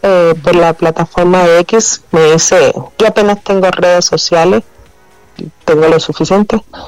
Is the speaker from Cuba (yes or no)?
yes; Cuba; moved away as an adult; Creo que hoy soy de origen cubano, llegué aquí en el año 2017 con beca